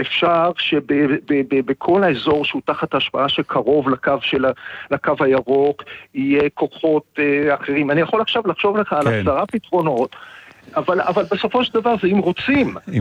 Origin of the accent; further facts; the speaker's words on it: Jerusalem, Jerusalem District, Israel; כשאני גדלתי בירושלים